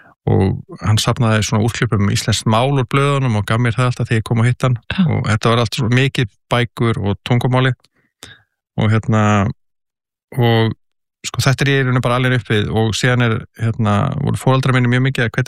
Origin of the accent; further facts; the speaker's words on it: Kópavogur, Capital Region, Iceland; also born or lived in Reykjavík; Ég alveg upp í Kópavogi til 13 ára aldurs, í Hjallakverfinu og ég fæddist svona reyndar í Reykjavík